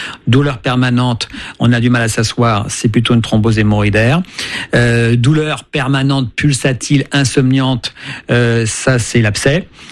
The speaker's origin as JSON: {"language": "French", "country": "France", "said": "chez nous en France"}